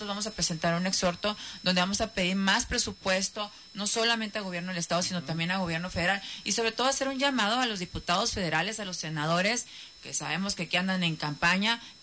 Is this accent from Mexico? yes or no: yes; Baja California, Mexico; venimos del Valle de Mexicali